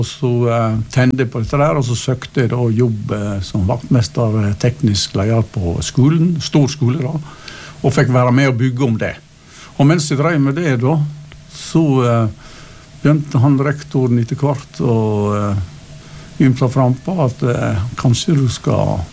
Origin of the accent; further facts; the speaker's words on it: Øvre Årdal, Vestland, Norway; now in Nordfjord, Norway; Jeg har vokst opp I Øvre Årdal og vært der for det meste. Ja, jeg stolt Årdal.